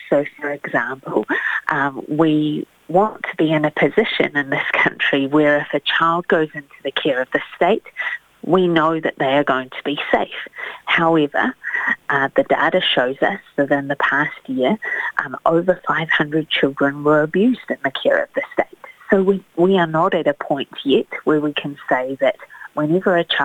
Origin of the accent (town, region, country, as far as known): New Zealand